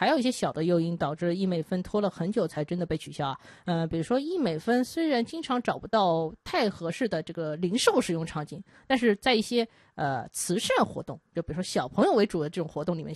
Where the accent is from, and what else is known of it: China